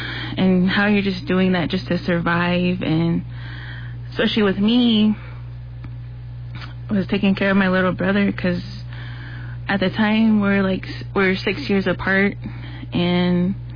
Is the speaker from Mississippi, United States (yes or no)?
no; Tuba City, Arizona, United States; I am from Tuba City, Lower Maungopi area